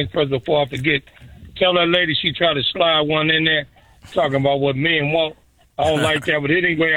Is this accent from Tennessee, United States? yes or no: no; Chicago, Illinois, United States; now in Massachusetts, United States; I'm from Chicago all my life, all day long. But listen, I don't stay there no more. Stay in Massachusetts.